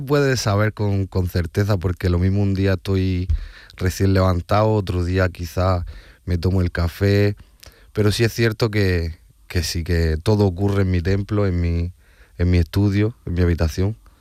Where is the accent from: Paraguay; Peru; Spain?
Spain; Almería, Andalusia; Yo soy de aquí, de Almería. Toda, bueno, nací aquí. Mi padre es de Argelia, pero yo soy de, o sea, nací aquí en Almería. Yo soy español, yo me considero más español que otra cosa.